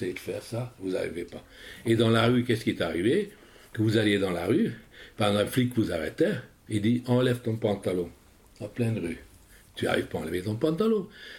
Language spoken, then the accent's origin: French; Hungary; moved away as an adult; now in France; j'ai 81 ans et je vis en France depuis 1963. Et j'étais réfugié politique. Hein. Donc, je suis d'origine hongroise.